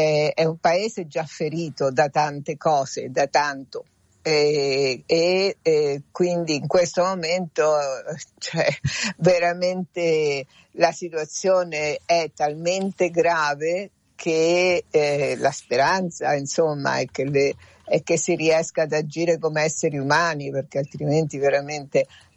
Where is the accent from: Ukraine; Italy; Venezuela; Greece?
Venezuela; Come venezuelana posso dire che spero che questi aiuti arrivino e poi si vedrà il resto.